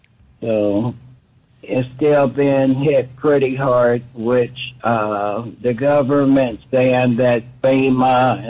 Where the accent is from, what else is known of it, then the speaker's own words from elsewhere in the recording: Indianapolis, Indiana, United States; from Indianapolis, Indiana.